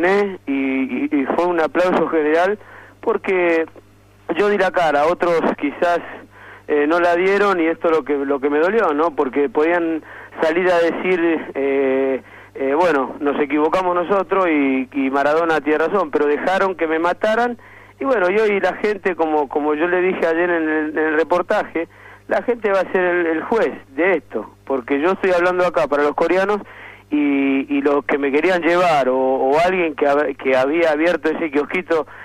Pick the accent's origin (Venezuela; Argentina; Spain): Argentina